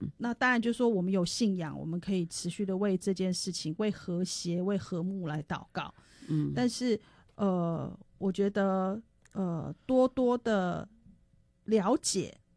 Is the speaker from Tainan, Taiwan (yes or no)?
no; Longtan, Taoyuan, Taiwan; 因为我自己是在桃园龙潭长大的，龙潭其实是一个客家村。所以我有很多客家同学。那当然因为我是军人子弟，所以我其实在一个外省家庭长大。